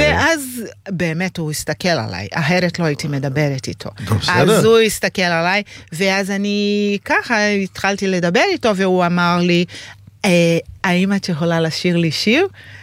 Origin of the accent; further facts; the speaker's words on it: Rio de Janeiro, Brazil; Hebrew is a second language; moved away as an adult; also born or lived in Salvador, Bahia, Brazil; now in Israel; אני נולדתי בסלוודור, גדלתי בריו, כל החיים שלי בריו דה ז'נרו, אז אני יותר קריוקה, קריוקה זה מישהו שנולד בריו, מאשר ביאנה, מישהו שנולד בבאיה. אז הגעתי לארץ במלחמת המפרץ